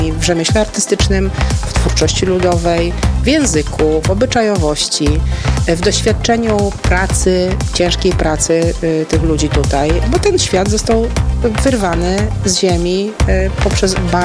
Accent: Szczecin, West Pomeranian Voivodeship, Poland; born there; now in Zabłocie, Poland; I tak się stało, że urodziłam się w Szczecinie, a później tak się stało, że zamieszkałam na Żywiecczyźnie, w Zabłociu, na lewym brzegu rzeki Soły.

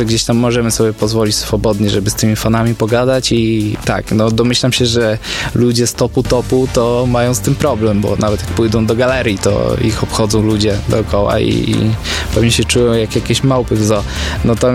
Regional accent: Lublin, Lublin Voivodeship, Poland; Wiem, jestem z Lublina.

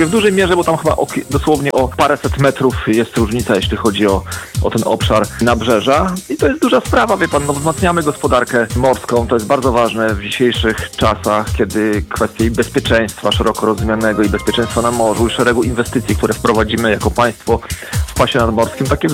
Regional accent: Pomeranian Voivodeship, Poland; ja jestem z Pomorza

